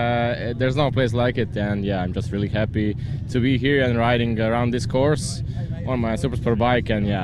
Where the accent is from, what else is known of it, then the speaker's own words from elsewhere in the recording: Zagreb, City of Zagreb, Croatia; I'm from Zagreb, Croatia.